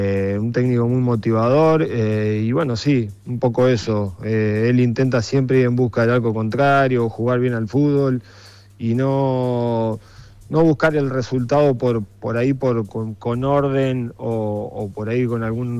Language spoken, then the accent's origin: Spanish; San Pedro, Buenos Aires Province, Argentina; la selección de donde soy yo, de San Pedro.